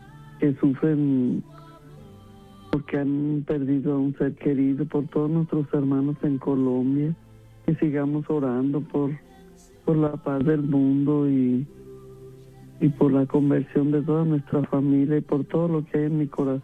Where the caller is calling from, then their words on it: Chicago, Illinois, United States; Buenos días, Gaby … de Chicago.